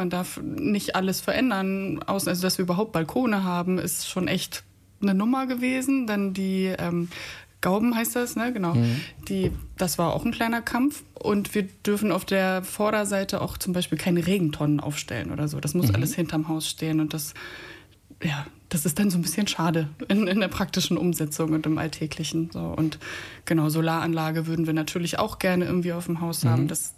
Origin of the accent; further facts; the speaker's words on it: Hamburg, Germany; Also wir kommen eigentlich aus Hamburg